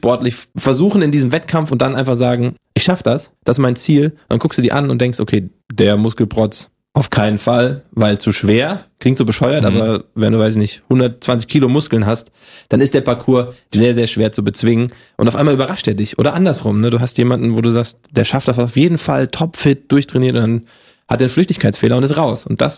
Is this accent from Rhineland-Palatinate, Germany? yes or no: no; Hesse, Germany; accent: Hessian; Das Hessisch abtrainieren, komme ich aus Hessen, da hatte ich so diesen Dialekt gleich drauf, der wurde mir abtrainiert, war auch gut so. Aber ohne, dass ich jetzt meine hessischen Wurzel verliere.